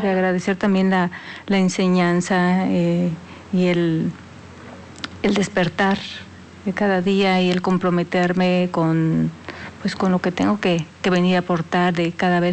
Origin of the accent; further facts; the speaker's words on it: Veracruz, Mexico; Crecí en el rancho, allá en Veracruz, entre árboles frutales, mariposas.